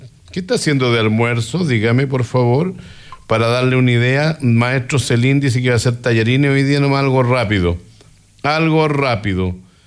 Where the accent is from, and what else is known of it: Chile